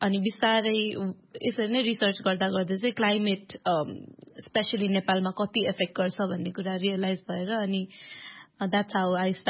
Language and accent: Nepali; Kathmandu, Bagmati, Nepal; also born or lived in Morang; म चाहिँ एकदम सेल्टर्ड भएर काठमाडौँमा एकदम सेल्टर्ड भएर हुर्केको हो, होइन? अनि जब म 14 वर्षको थिएँ त्यति बेला चाहिँ आई वेन्ट मेरो गाउँ पूर्व मोरङमा गएँ म बाबासँग